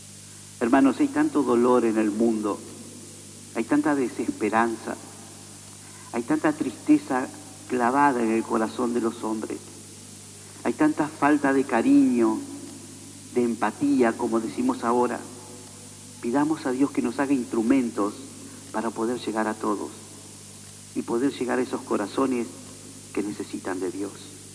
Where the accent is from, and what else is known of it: Argentina